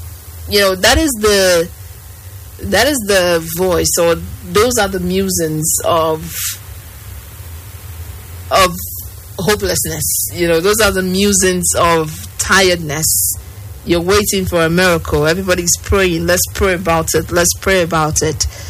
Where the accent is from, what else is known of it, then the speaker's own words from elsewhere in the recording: Nigeria; why, as the Nigerian public, people who, you know, digest social media and enjoy social media, why have we decided that we would allow ourselves to be distracted from the things that matter?